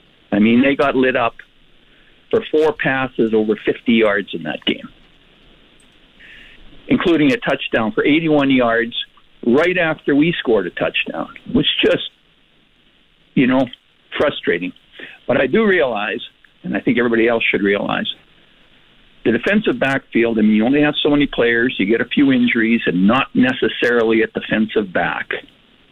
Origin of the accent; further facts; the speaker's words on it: Edmonton, Alberta, Canada; I'm from Edmonton. I've lived here for 57 years, and I'm a Rider fan.